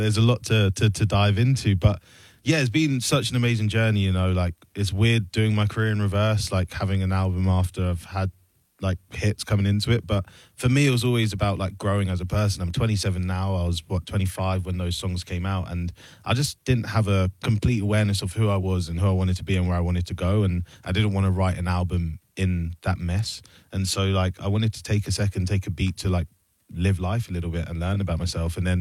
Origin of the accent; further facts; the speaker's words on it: Luton, East of England, United Kingdom; I'm just from outside of London, a place called Luton. You guys definitely wouldn't know it, but it's a tiny little town outside London.